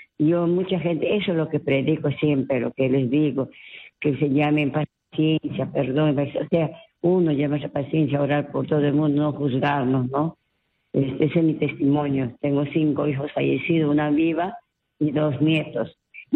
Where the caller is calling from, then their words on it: Lima, Peru; Estoy llamando de acá de Tahuantinsuyo, pero yo vivo en Los Olivos